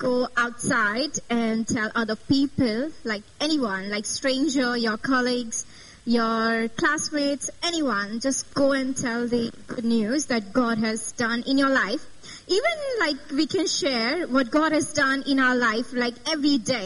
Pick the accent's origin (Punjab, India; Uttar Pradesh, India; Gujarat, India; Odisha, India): Gujarat, India; moved away as an adult; now in Brisbane, Australia; And I'm from India. I'm from Gujarat, like western part of India. And I came to Australia, Brisbane, February 23, to study here.